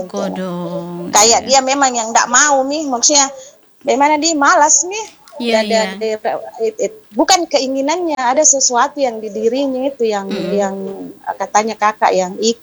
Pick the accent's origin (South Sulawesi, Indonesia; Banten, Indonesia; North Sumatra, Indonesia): South Sulawesi, Indonesia; Makassar; kita orang Makassar bilang